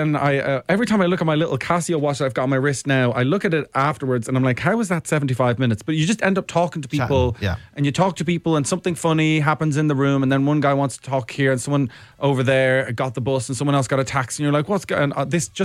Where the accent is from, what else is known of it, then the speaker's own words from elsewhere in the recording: England, United Kingdom; born there; which is where I was born. I was born in England, so I'm kind of homecoming.